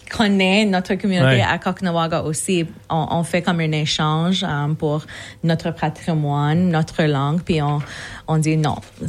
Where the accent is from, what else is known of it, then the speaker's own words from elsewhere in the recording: Kahnawake, Quebec, Canada; moi, je travaille pour Kanawake. Je suis de Kanawake. Oui. Je vis là toute ma vie. Kanawake, c'est situé sur la rive sud de Montréal. C'est au pied de le pont Mercier, puis se trouve en Montérégie